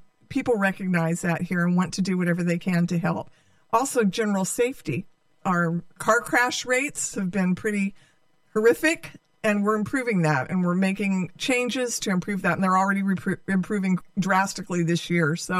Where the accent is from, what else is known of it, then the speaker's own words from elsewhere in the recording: Modesto, California, United States; also born or lived in Oakland / Texas / San Francisco; I was born in Modesto, 1954, raised in Modesto, attended school here, graduated from high school, left for about 10 years after high school when I went to nursing school in Oakland